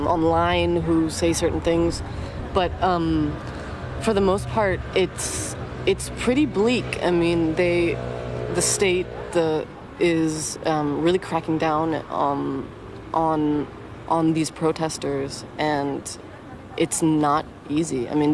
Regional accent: United States; now in Germany; being an American, it's or having an American citizenship and being a white American

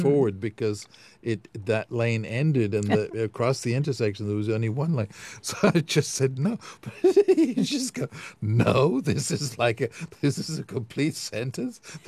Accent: England, United Kingdom; moved away as an adult; now in United States; not known to me as an English person.

